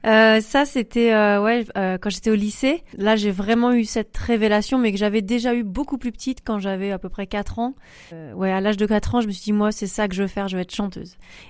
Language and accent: French; Centre-Val de Loire, France; also born or lived in Réunion; now in Vimoutiers area, Orne, France; j'ai grandi plutôt en Eure-et-Loire, mais mes racines profondes sont l'île de la Réunion. Et si on va plus loin, Madagascar